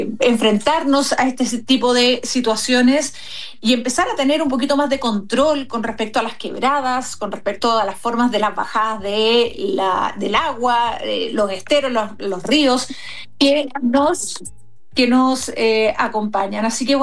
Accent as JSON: {"language": "Spanish", "town": "Osorno", "region": "Los Lagos", "country": "Chile", "moved": "yes", "lives_now": "Santiago, Chile", "said": "Soy sureña, soy de Osorno, estoy acostumbrada a la lluvia"}